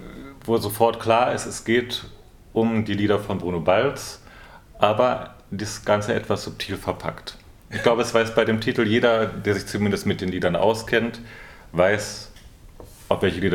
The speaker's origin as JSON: {"language": "German", "region": "Berlin", "country": "Germany", "tie": "born there", "said": "Ich darf das sowieso als gebürtiger Spandau sagen. Spandauer sagen."}